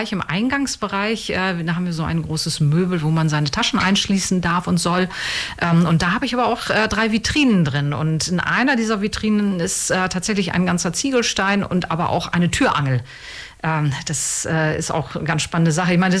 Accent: Bremen, Germany; also born or lived in Soest; also ich bin zum Beispiel in Soest geboren und in Bremen aufgewachsen.

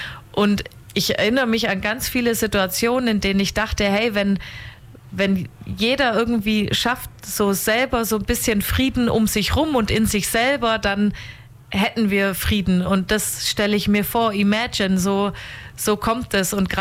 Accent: Weißenhorn, Bavaria, Germany; wo ist meine Heimat? Weißenhorn. Und jetzt bin ich ja wieder vor 8 Jahren oder so nach Weißenhorn zurückgezogen.

